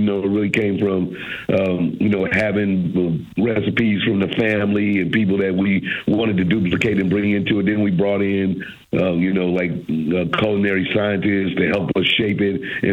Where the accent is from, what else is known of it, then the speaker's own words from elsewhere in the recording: St. Louis, Missouri, United States; I'm from St. Louis